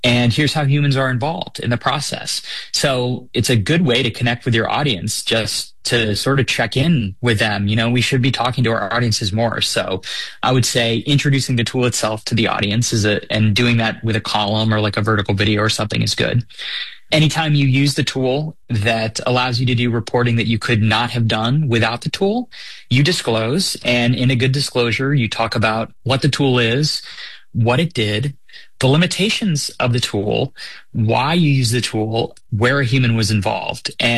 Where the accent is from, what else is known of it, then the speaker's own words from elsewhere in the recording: Tampa, Florida, United States; So my hometown newspaper, the Tampa Bay Times, uses AI for weather alerts and for real estate briefs.